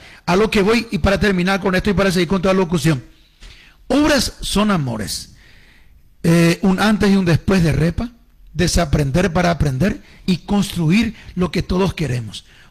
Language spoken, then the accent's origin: Spanish; Paraguay; Así somos los paraguayos.